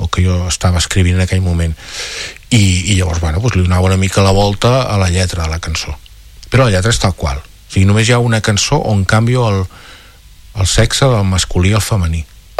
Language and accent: Catalan; Figueres, Catalonia, Spain; jo sóc de Figueres